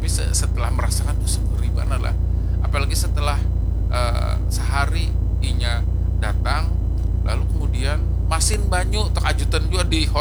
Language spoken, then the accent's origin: Indonesian; Kalimantan, Indonesia; asap ini karena ajab Tuhan kepada kita warga Kalimantan.